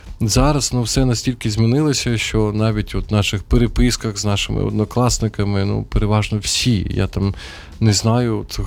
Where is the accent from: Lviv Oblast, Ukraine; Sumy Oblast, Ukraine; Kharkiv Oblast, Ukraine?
Sumy Oblast, Ukraine; Sumy; moved away; я, наприклад, повернувся зараз із Сум, знову ж таки, моє рідне місто